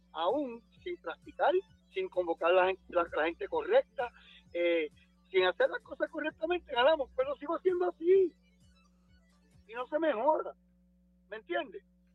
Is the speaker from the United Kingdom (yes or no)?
no; Ponce, Puerto Rico; nos criamos juntos en Ponce